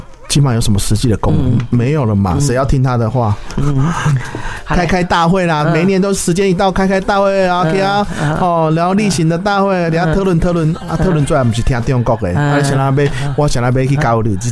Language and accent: Chinese; Taiwan; 我以前我们台湾人十几年前，我们台湾人不是常说啊